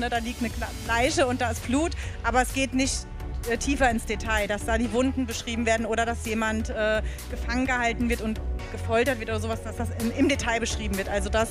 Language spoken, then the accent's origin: German; Emmelshausen, Rhineland-Palatinate, Germany; Ist in Emmelshausen, also mein Heimatort im Hunsrück.